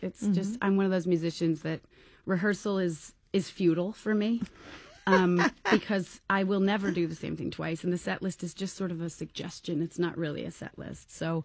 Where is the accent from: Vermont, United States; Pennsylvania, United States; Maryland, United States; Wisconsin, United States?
Vermont, United States; Waitsfield; now in Topanga, United States; we also bought a farm in my hometown in Waitsfield, Vermont